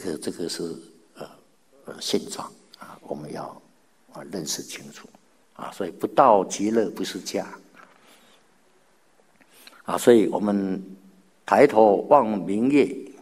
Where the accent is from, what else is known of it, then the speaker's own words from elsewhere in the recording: China; now in Australia; 明天中秋节啊，那么大家呢也从中国啊来到澳洲啊，那我们都是外国人啊，来到这里呀